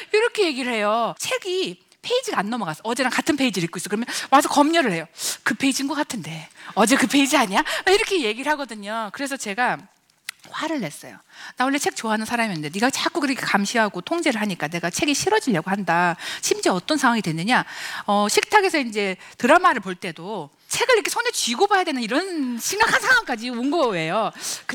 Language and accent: Korean; Gongju, South Chungcheong, South Korea; born there; 저는 충남 공주에 있는 어떤 연탄집 새빵에서 태어났습니다.